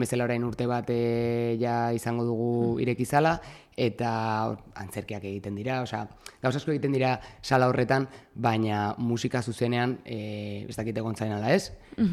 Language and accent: Basque; Irun, Basque Country, Spain; Hau egira, ba, Irundarra naiz, orain dela 10 urte